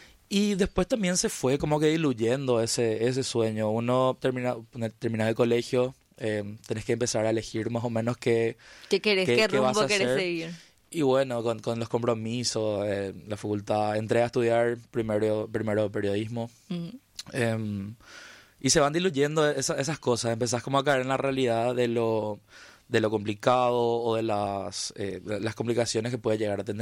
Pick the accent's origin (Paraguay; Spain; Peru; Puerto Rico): Paraguay; Asunción; soy de Asunción, nací acá, me crié acá, aunque me encanta mucho moverme por todas partes.